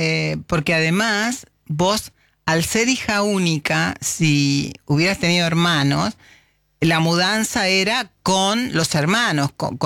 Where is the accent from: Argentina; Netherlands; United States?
Argentina; Gualeguaychú, Entre Ríos; Bueno, sabés que yo soy de Gualeguaychú, he ido cuando era chica muchas veces.